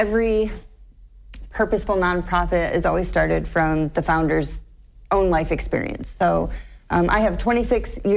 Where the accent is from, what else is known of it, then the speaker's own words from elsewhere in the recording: Swanton, Ohio, United States; So I'm originally, I graduated from Swanton High School.